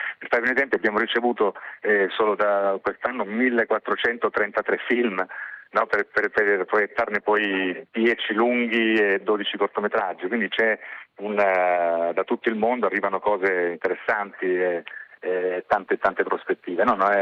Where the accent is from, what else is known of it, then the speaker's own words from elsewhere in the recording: Sicily, Italy; now in Milan, Italy; io sono un siciliano che vive a Milano da tantissimi anni